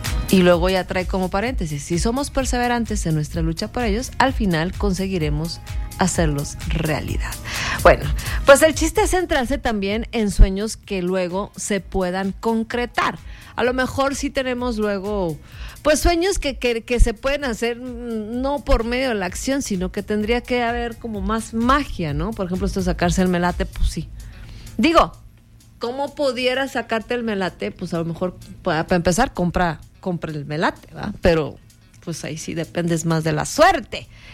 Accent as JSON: {"language": "Spanish", "town": "Fresnillo", "region": "Zacatecas", "country": "Mexico", "tie": "born or raised there", "said": "Sí, en Fresnillo, Zacatecas, que es mi ciudad natal."}